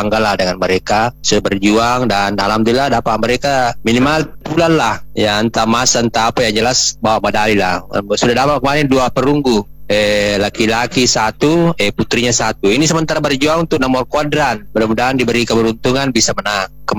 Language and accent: Indonesian; South Sulawesi, Indonesia; Ya banggalah kita sebagai orang Sulsel, apalagi banggalah dengan melihat prestasi mereka